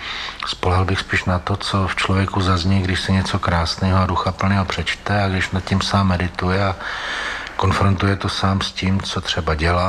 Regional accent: Holice, Pardubice Region, Czechia; born there; Já jsem se narodil v Holicích v Čechách, tam je krásný kostel. Vlastně jediná věc, která tam je památná, je tenhle kostel.

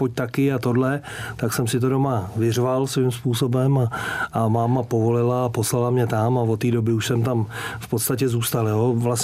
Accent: Litvínov, Ústí nad Labem Region, Czechia; Ale samozřejmě hokej jsem si vybral, protože jsem se narodil v Litvínově.

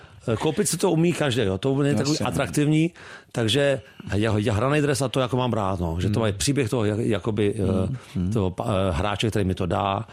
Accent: Prague, Czechia; born or raised there

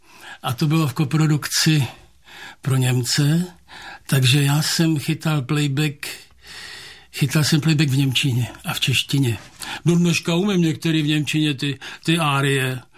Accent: Prague, Czechia; A já jsem se jako rodilej Pražák, jsem někdy nepřišel do styku s takovýmhle dobytkem

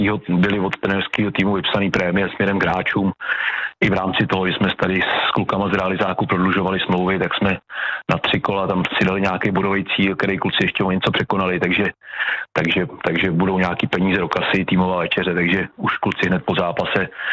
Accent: Prague, Czechia; když jsem byl, řeknu, malý, tak jsem původem z Prahy, tak jsem na Spartu s tátou chodil často

